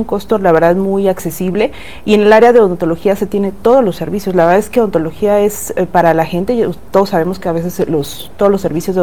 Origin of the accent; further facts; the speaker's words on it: Querétaro, Mexico; Sí, porque está, o sea, los que somos queretanos, estas lluvias son atípicas